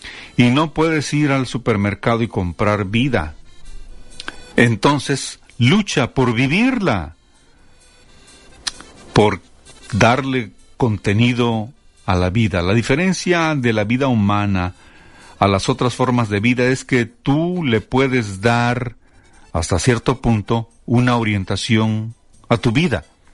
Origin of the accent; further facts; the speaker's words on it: Mexico; Pocos mexicanos conocemos la raíz negra de nuestra actual nación.